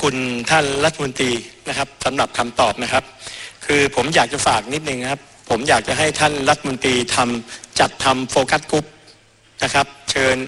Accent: Surat Thani, Thailand; เช่นผมเป็นคนจังหวัดสุราษฎร์ธานีดังคำฝันคือเมืองร้อยเกาะ

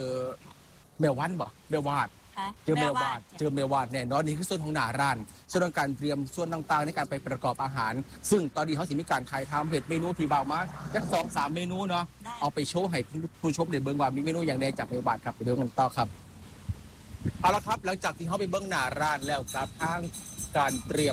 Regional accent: Maha Sarakham, Thailand; ผมเนี่ยเป็นคนมหาสารคาม

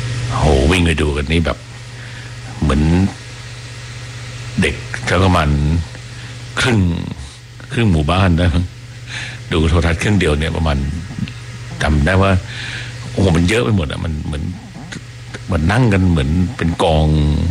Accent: Bangkok, Thailand; also born or lived in Bang Khonthi, Samut Songkhram; เราก็เป็นเด็กกรุงเทพนะฮะที่มีไฟฟ้าแล้วก็มีโทรทัศน์ดู

